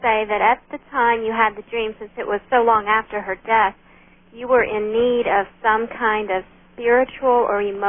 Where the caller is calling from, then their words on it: Las Vegas, Nevada, United States; I'm calling from Las Vegas, Nevada.